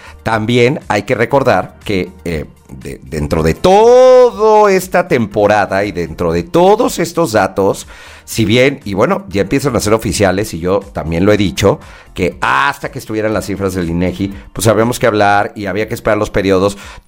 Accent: Mexico; ponemos los viajes en nuestro país como mexicanos en otro momento de las temporadas

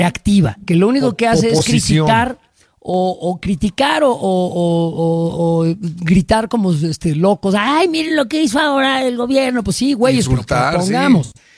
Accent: Mexico; now in United States; No, México es mi primera nación. Yo creo que en mis amores y cariños, en segundo estaría España. Y luego está el país que me da cobijo y donde vivo.

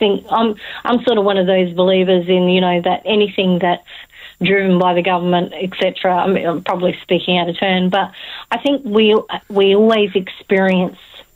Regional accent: Western Australia, Australia; So I'm from … so we classify ourselves as Mirninga. So we have Minang, which is technically what it is.

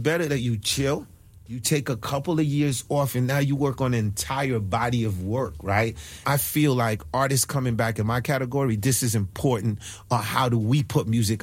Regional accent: Haiti; moved away; I'm from Haiti next to Cuba.

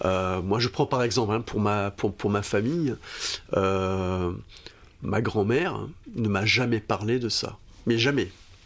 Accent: Nouméa, South Province, New Caledonia; born there; Alors moi, je suis né à Nouméa, hein, en ville.

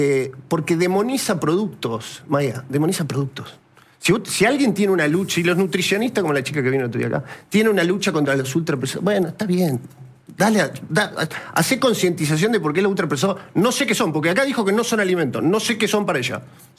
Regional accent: Villa Constitución, Santa Fe, Argentina; moved away as an adult; now in Rosario, Argentina; yo soy de Villa Constitución.

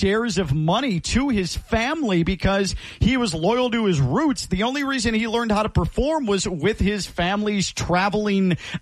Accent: Illinois, United States; I got a face full of Packers fans growing up in the Chicagoland area.

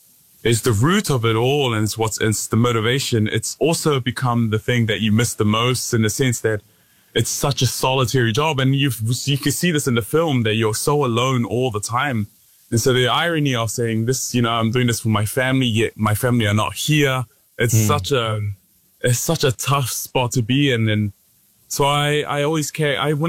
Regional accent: Auckland, New Zealand; moved away as an adult; also born or lived in Samoa / San Francisco; now in Paris, France; being from New Zealand, you're kind of like, I got to seize the opportunity, you know, as a Kiwi, as Samoan.

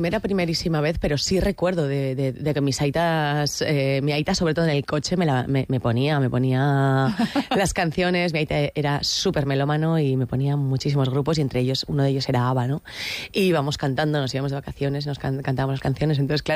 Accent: Eibar, Basque Country, Spain; yo soy vasca también, soy de Eibar, uh-huh, he hecho mucha carrera aquí en Euskadi, he trabajado mucho aquí y también he trabajado en Madrid en mis últimos años de carrera.

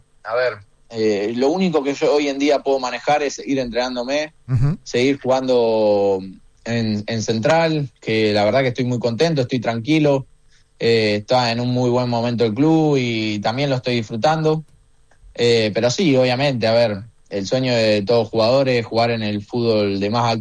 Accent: Rosario, Santa Fe, Argentina; also born or lived in Gualeguaychú, Entre Ríos; soy más rosarino que entrerriano, es la realidad. Yo viví un solo año en Gualeguaychú y ya al año y medio ya estaba acá en Rosario. Pero sí, o sea, soy nacido en Gualeguaychú

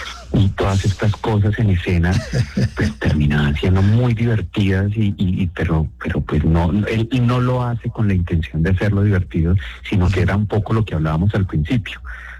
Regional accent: Colombia; Yo como buen colombiano, buenos días, buenas tardes, Dios me lo bendiga.

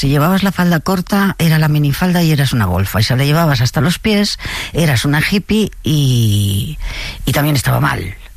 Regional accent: Barcelona, Catalonia, Spain; Imagínate que yo soy de Barcelona y el primer acuario de España lo fundó mi abuelo.

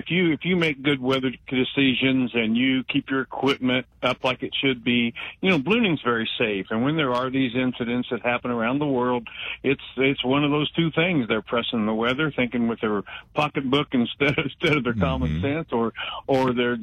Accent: Danville, United States; I was born and raised here in Danville, and I worked at General Motors foundry from time high school till out.

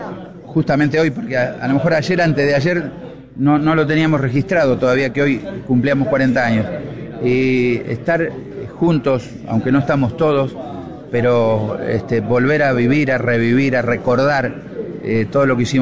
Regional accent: Maciel, Santa Fe, Argentina; Originalmente, cuando chico, ahí en Maciel, en mi pueblo querido.

